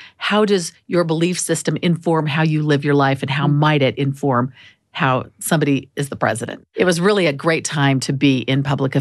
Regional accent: Phoenix, Arizona, United States; And I'm from Phoenix. I'm an Arizona girl.

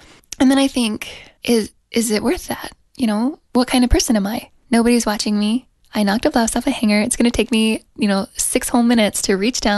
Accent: Utah, United States; from Utah.

